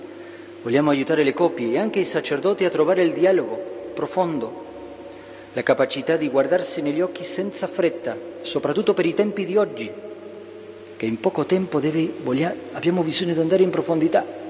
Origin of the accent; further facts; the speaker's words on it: Argentina; moved away; 2 messicani, 2 spagnoli e io argentino.